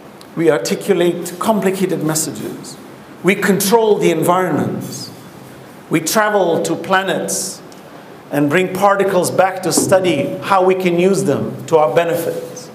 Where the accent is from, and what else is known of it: Dar es Salaam, Tanzania; born or raised there